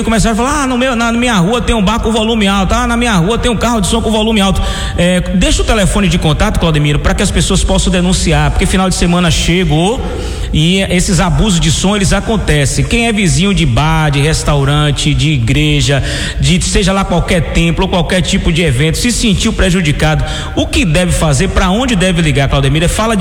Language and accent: Portuguese; Brazil; Eu já morei na roça, eu já tirei leite, eu já toquei gado, eu sou do Limoeiro, sou filho e neto de vaqueiro.